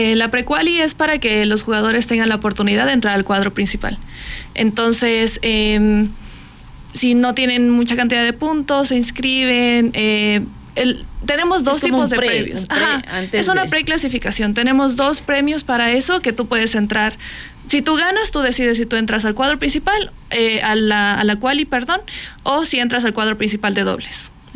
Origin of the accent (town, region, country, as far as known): Ecuador